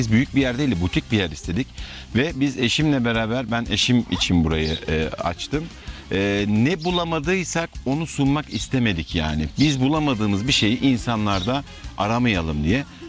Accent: Erzurum, Turkey; Evet, Erzurumluyum.

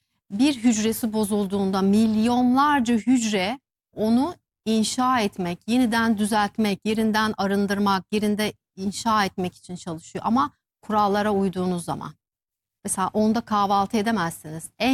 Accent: Kahramanmaraş, Turkey; Vallahi Maraş'tan, Kahramanmaraşlıyım ben.

